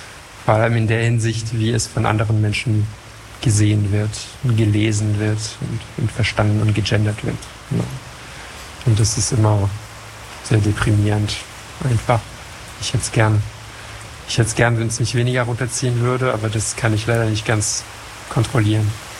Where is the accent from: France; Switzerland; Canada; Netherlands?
France; now in Berlin, Germany; Ich komme aus Frankreich ursprünglich. Ich wohne aber seit Ewigkeiten schon hier in Berlin, in Deutschland.